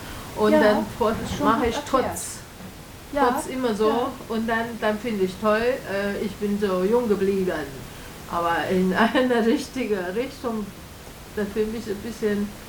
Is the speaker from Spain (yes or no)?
no; Taiwan; German is a second language; Und jetzt sehe ich, was Taiwan, ich komme aus Taiwan, und Taiwan, junge Leute